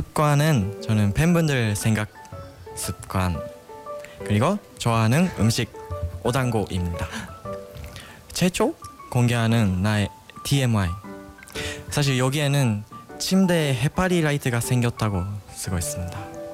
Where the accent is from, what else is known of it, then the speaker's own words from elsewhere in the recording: Japan; 일본에서 온